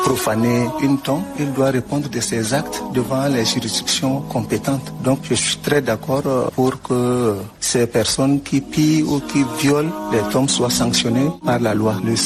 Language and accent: French; Chad; chez nous au Tchad